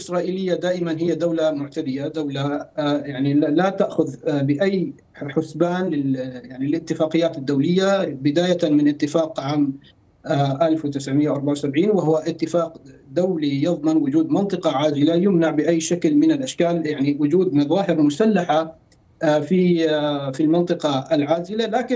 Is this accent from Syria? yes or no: yes; Syria; now in Paris, France; نحن كسوريين